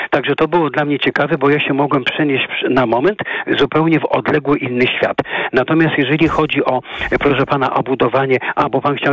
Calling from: Warsaw, Masovian Voivodeship, Poland; Ja jestem z Warszawy.

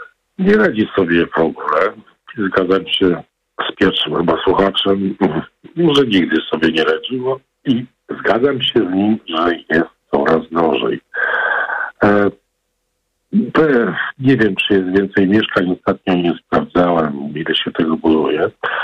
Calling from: Kraków, Lesser Poland, Poland; ja akurat dzwonię z Krakowa.

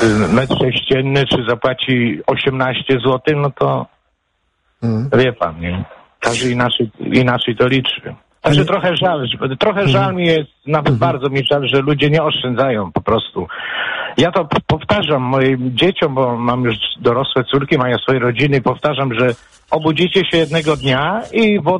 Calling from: Poznań, Greater Poland Voivodeship, Poland; Bardzo krótko, dzwonię z Poznania.

